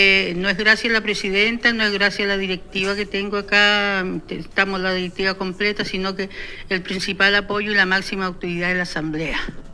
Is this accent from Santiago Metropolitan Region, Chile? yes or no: no; Aysén, Chile; Y aquí no solamente somos de Aysén